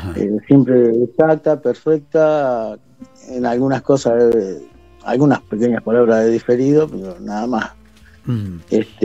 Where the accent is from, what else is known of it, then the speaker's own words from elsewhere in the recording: Argentina; Soy un argentino más, ¿viste?